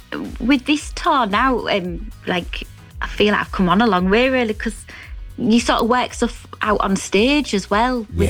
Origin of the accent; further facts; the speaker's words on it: Hull, Yorkshire and the Humber, United Kingdom; accent: Hull; I could only do a Hull accent.